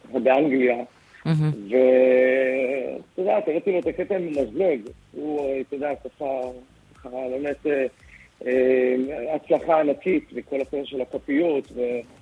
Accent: Hadera, Haifa District, Israel; born there; also born or lived in Tiberias, Israel; נולדתי בטבריה, עברתי לחדרה בגיל 9 למושב תלמי לזר.

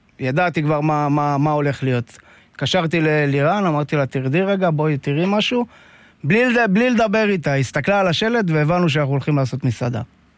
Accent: Beit She'an, Northern District, Israel; born there; moved away as an adult; also born or lived in Tel Aviv; נולדתי בבית שאן, הכרתי את אשתי, סיימנו צבא ביחד, טיילנו קצת במזרח, חזרנו לבית שאן אחרי זה, התחתנו, התמסדנו. שהתחתנו, נסענו לתל אביב. נסענו לחיות בתל אביב קצת.

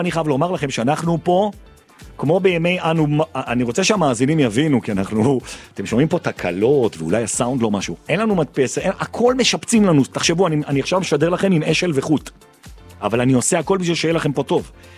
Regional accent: Jerusalem, Jerusalem District, Israel; אני לא כזה דתי גדול בשביל להבין מה אני מדבר, אבל אני ירושלמי

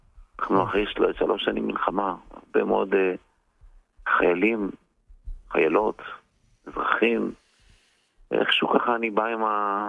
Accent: Beit She'an Valley, Northern District, Israel; אני נולדתי בעמק המעיינות, אז קראו לו זה עמק בית שאן.

